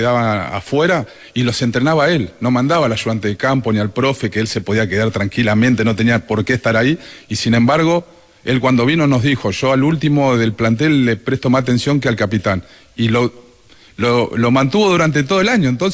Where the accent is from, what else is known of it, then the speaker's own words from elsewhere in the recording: Argentina; Yo soy muy argentino, después de argentino soy sudamericano.